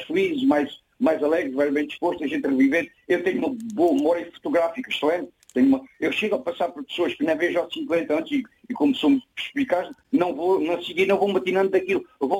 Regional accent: Almodôvar, Alentejo, Portugal; born there; nasci mesmo em Almodóvar.

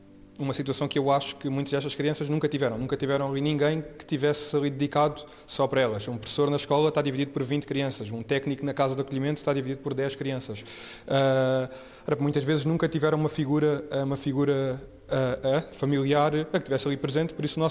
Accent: Faro, Portugal; now in Lisbon, Portugal; não sou de cá, sou do Algarve, e já tinha feito lá voluntariado também assim escolar

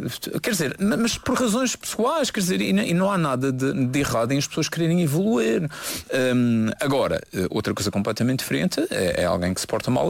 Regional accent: Madeira, Portugal; como nós somos madeirenses.

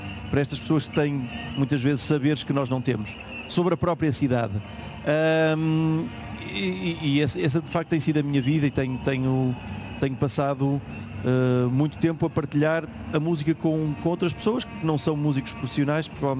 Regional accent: Porto, Norte, Portugal; E bom, como tripeiro, como dizia o Jorge, é um orgulho enorme como tripeiro também levar o Porto.

